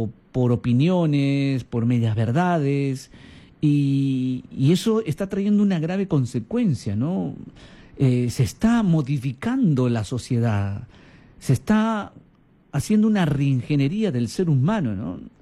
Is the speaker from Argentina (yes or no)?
no; Peru; estamos perdiendo el sentido de identidad como peruanos, como católicos, ¿no?